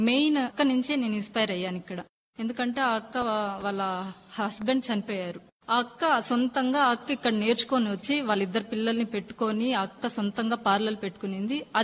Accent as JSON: {"language": "Telugu", "town": "Tirupati", "region": "Andhra Pradesh", "country": "India", "said": "నేను తిరుపతి నుంచి వస్తున్నాను. ఓటేరు మేము ఉండేది."}